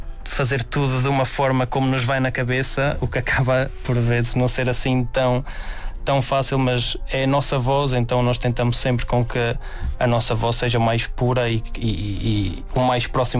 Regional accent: Celorico da Beira, Guarda, Portugal; Val das Ares, fica em Celorico da Beira.

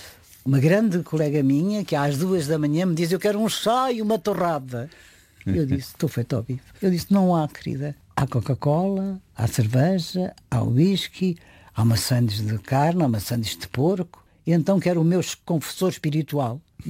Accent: Lisbon, Portugal; A minha infância foi passada nos Olivais.

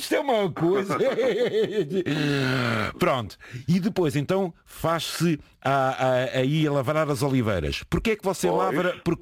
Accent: Lisbon, Portugal; born there; Então espera aí, eu sou lisboeta, porque nasci em Lisboa.

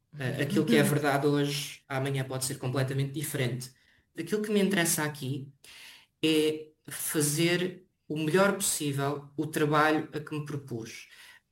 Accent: Oeste, Portugal; moved away as an adult; now in Saint-Étienne, France; é o eixo Lisboa-Leiria, portanto toda aquela zona oeste, de onde eu sou e onde tenho trabalhado

